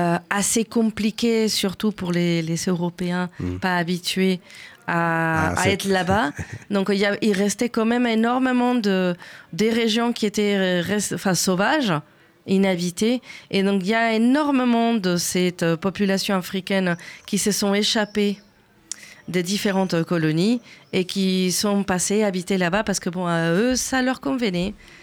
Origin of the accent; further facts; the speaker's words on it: Mexico; chez moi au Mexique